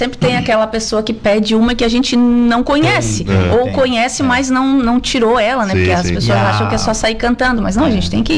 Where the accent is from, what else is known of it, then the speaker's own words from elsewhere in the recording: Sombrio, Santa Catarina, Brazil; also born or lived in Araranguá / Ermo; eu sou natural de Araranguá, nasci aqui, né, não morei aqui, minha família é do Ermo. É, Morro dos Soares, ali, uhum, naquela região. Mas cedo também a gente foi embora para Sombrio, então eu sou basicamente dali, né?